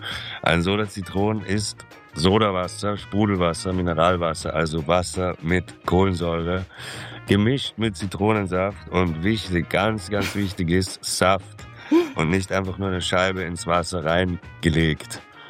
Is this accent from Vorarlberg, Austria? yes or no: no; Vienna, Austria; ich bin aus Wien und ich komme mit einem Bildungsauftrag nach Deutschland